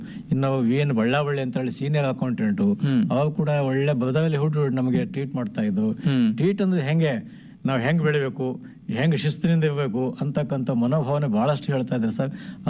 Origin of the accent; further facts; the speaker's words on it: Karnataka, India; also born or lived in Bhimagudi, Shahapur taluk, Karnataka; ಅಲ್ಲಿ ತಮ್ಮ ಕ್ಯಾಂಪ್ ಏರಿಯಾದಲ್ಲಿ ನಾವು ಸ್ವಾಭಾವಿಕವಾಗಿ ಬೆಳೆದ್ವಿ.